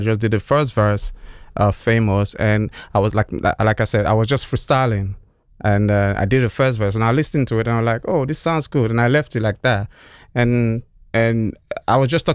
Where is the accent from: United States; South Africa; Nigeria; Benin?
Nigeria; now in United Kingdom; like you said, I'm from Nigeria, but I'm based in the UK.